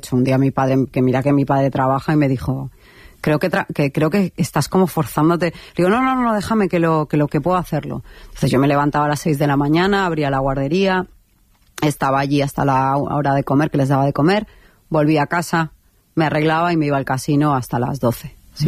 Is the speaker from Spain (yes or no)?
yes; Balearic Islands, Spain; soy de Mallorca